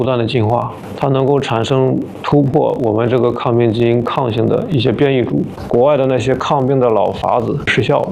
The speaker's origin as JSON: {"language": "Chinese", "country": "China", "also_born_or_lived": "Netherlands", "said": "我们中国人"}